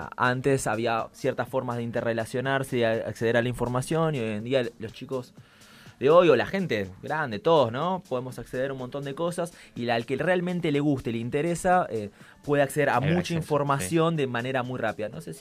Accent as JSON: {"language": "Spanish", "region": "Buenos Aires", "country": "Argentina", "said": "Yo soy de Buenos Aires, capital"}